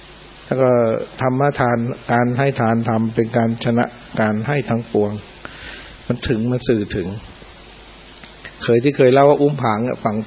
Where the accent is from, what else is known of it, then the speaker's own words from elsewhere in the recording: Suphan Buri, Thailand; born there; ญาติเราคนสุพรรณเราไปเกิดที่นั่นถึงเราจะไม่อยู่ที่นั่นแต่เราก็คิดถึงญาติ